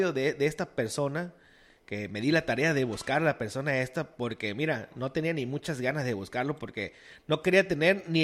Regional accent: Mexico

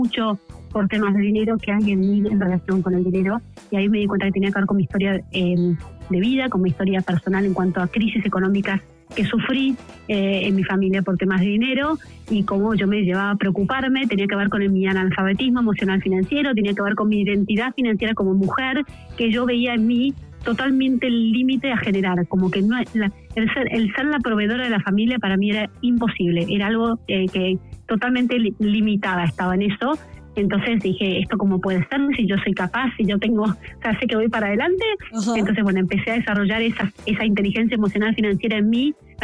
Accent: Argentina; moved away as an adult; also born or lived in England / Chile

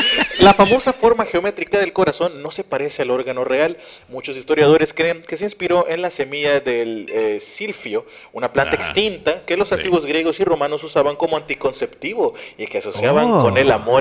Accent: Sinaloa, Mexico; No soy francés, soy sinaloense.

